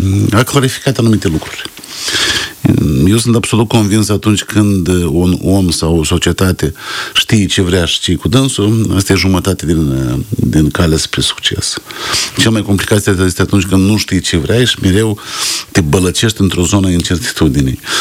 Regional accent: Moldova; Știm că suntem cetățeni a statului Republica Moldova, dar suntem vorbitori de limbă română și suntem români

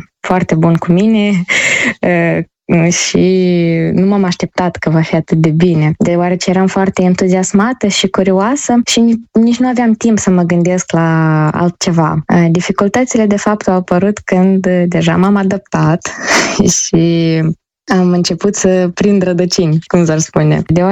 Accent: Moldova; now in South Korea; spun cu mândrie că sunt din Republica Moldova

